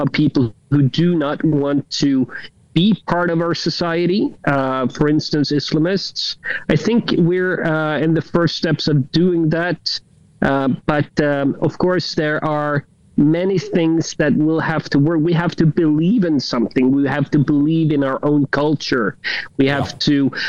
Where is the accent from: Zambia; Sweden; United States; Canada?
Sweden; Sweden is my home country.